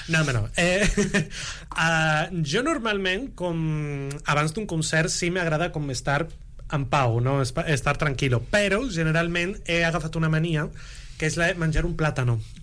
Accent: Málaga, Andalusia, Spain; jo soc del sur, soc d'Andalusia, de Màlaga concretament, hi ha llocs que no té tanta sort de poder gaudir d'aquest programa cultural

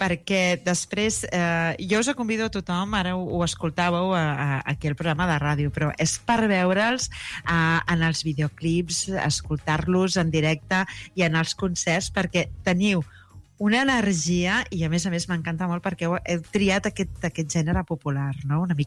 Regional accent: Catalonia, Spain; jo també sóc del Camp de Tarragona.

